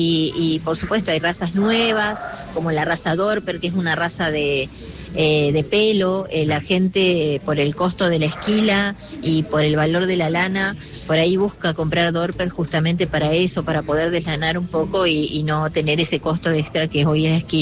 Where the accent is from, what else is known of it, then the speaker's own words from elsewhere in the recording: Entre Ríos, Argentina; Nosotros somos de el paraje Espinillo Norte, que se encuentra a 27 kilómetros de la ciudad de Paraná.